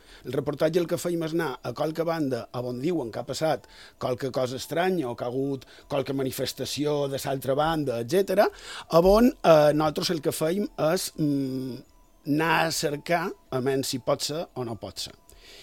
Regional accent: Palma, Balearic Islands, Spain; jo som de ciutat, som de Palma, però vaig tenir la sort d'haver viscut també part de la meva infantesa a la ruralia.

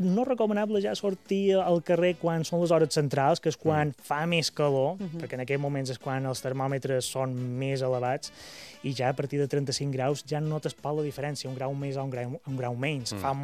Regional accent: Mallorca, Balearic Islands, Spain

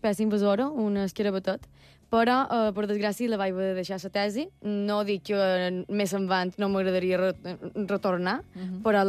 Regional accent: Manacor, Balearic Islands, Spain; De Manacor, crec que se nota.

